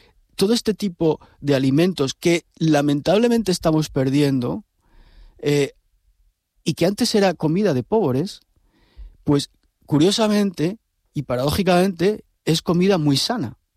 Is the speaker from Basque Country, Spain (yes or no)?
no; Salamanca, Castile and León, Spain; moved away; Yo que vengo de Salamanca, lo que es ahora la España vaciada